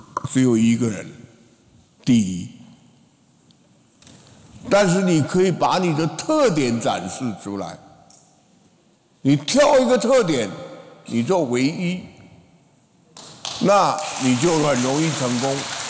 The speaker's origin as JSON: {"language": "Chinese", "region": "Taichung", "country": "Taiwan", "said": "我们台中比漂亮比不上台北，比性感比不上高雄，我们就做最有气质的女人。"}